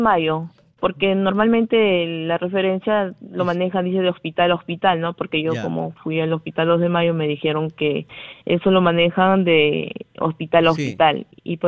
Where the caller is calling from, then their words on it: Lima, Peru; Lo estoy llamando de Zárate, San Juan del Lurigancho.